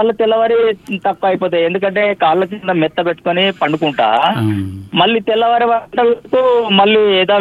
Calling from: Karimnagar district, Telangana, India; నేను కరీంనగర్ డిస్ట్రిక్ట్ నుంచి. … రామడుగు మండలం, షానగర్ గ్రామం.

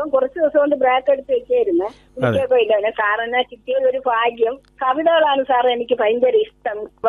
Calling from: Nedumangad, Kerala, India; നെടുമങ്ങാട്, തിരുവനന്തപുരം ജില്ലയിലെ നെടുമങ്ങാട്.

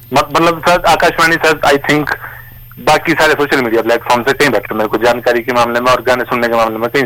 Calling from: Theog, Himachal Pradesh, India; बात कर रहा हूँ तहसील ठियोग जिला शिमला हिमाचल प्रदेश से।

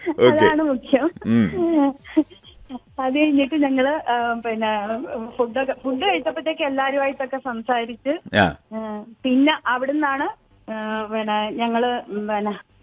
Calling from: Thiruvankulam, Kerala, India

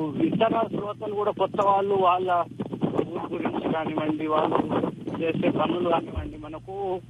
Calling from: Nirmal district, Telangana, India; మాది నిర్మల్ జిల్లా కుబీర్ మండల్ బార్డికే విలేజ్ మాది

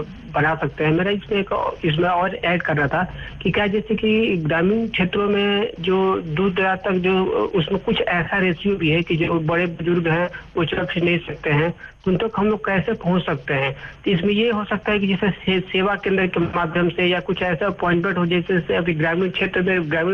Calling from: Sasaram, Bihar, India; मैं सासाराम बिहार से हूँ।

